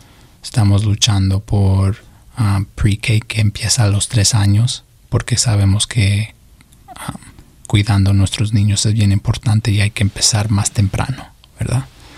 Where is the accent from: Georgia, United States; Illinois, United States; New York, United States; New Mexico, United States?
Illinois, United States; Chicago; I think it's part of being a Chicagoan. Chicago is full of creatives.